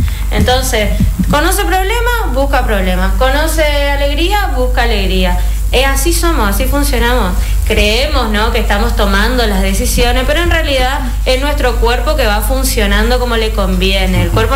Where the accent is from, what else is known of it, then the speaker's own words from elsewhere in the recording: Argentina; nacimos y crecimos acá en Argentina, en Occidente